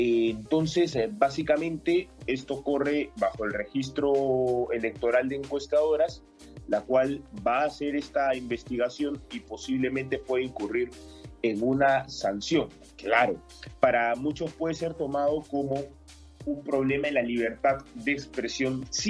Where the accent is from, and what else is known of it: Peru